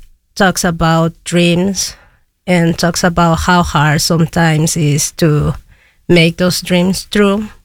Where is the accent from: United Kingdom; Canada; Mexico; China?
Mexico; Mexico City; now in Wisconsin, United States; I'm from Mexico City. My parents are from Michoacán, which I'm very proud of my roots.